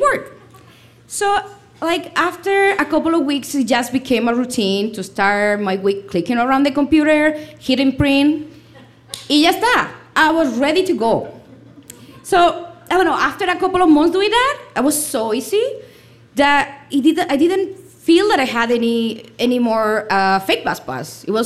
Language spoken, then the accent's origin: English; Spain; English is a second language; I'm from Spain, so I'm going to let you know how the Spaniards are.